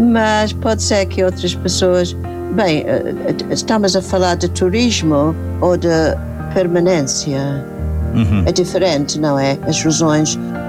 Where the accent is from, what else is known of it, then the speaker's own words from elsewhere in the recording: England, United Kingdom; Portuguese is a second language; now in Portugal; sou inglesa